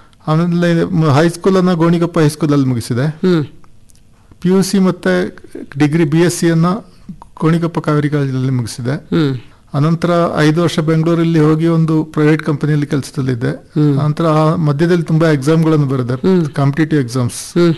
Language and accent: Kannada; Besagur, Karnataka, India; also born or lived in Gonikoppa / Bengaluru; ನಾನು ಹುಟ್ಟಿದ್ದು ಬೆಳೆದಿದ್ದು ಬೆಸಗೂರು ಅಂತ ಹೇಳಿ ಒಂದು ಗ್ರಾಮದಲ್ಲಿ.